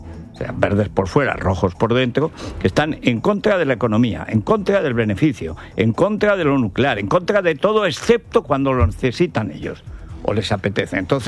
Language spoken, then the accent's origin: Spanish; Castilla-La Mancha, Spain; born or raised there